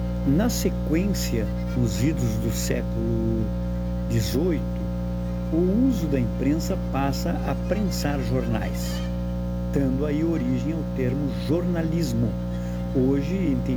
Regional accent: Uruguaiana, Rio Grande do Sul, Brazil; Uruguaiana, minha terra

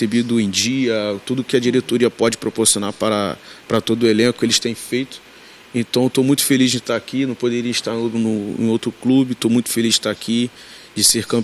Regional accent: Rio de Janeiro, Brazil; born there; moved away as an adult; also born or lived in Santa Catarina; now in Belém, Brazil; eu sou carioca, minha filha nasceu em Santa Catarina

